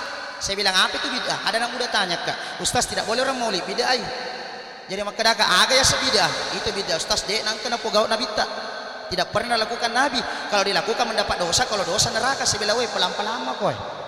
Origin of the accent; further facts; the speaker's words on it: Makassar, South Sulawesi, Indonesia; karena kebetulan saya dari Makassar kodong. Biasa jauh-jauh dari Makassar.